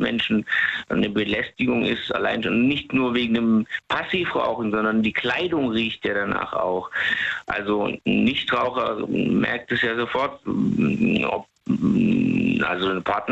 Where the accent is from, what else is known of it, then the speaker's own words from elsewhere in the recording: Lebanon; Leider. Ich komme auch aus dem Libanon, also da ist es auch leider.